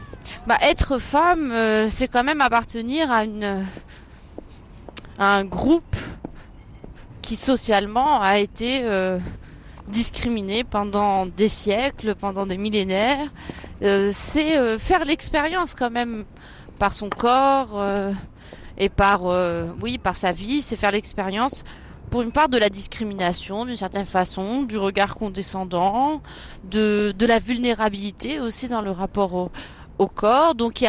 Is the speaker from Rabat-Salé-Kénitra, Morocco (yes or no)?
yes; Rabat, Rabat-Salé-Kénitra, Morocco; J'ai été élevée à Rabat, au Maroc, dans les années 80 et 90. Donc, bon, c'est la capitale du Maroc. Et à l'époque, c'était une ville très, très, très, très paisible, très calme, assez ennuyeuse. Il n'y avait pas beaucoup de loisirs pour les jeunes.